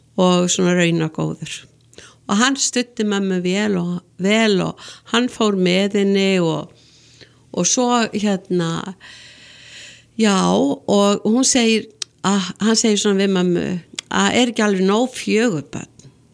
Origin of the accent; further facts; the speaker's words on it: Reykjavík, Capital Region, Iceland; Reykjavík og … og ég alinn upp á Njálsgötu 17. Þar bjó ég og bara yndislegu tími og ólst þar upp